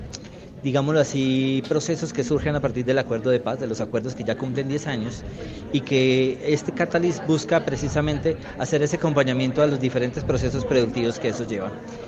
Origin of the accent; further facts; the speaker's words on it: Colombia; podamos volver a encontrarnos como colombianos